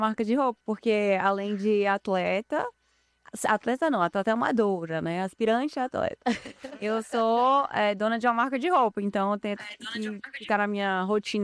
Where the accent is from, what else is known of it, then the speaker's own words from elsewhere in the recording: Recife, Pernambuco, Brazil; also born or lived in São Paulo; eu nasci aqui em São Paulo. E aí, aqui em São Paulo, comecei na ginástica olímpica. Aí me mudei para Recife, porque meus pais se mudaram por conta de trabalho.